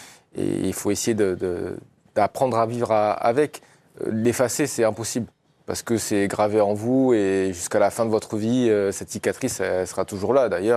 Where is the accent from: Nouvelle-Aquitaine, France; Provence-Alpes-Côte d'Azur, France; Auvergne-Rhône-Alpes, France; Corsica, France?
Nouvelle-Aquitaine, France; Bordeaux; je rentre chez moi à Bordeaux